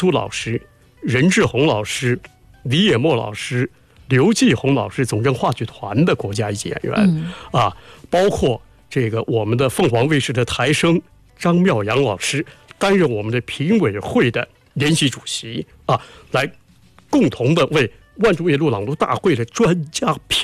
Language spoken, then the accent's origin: Chinese; Nanjing, Jiangsu, China; moved away; 作为一个南京人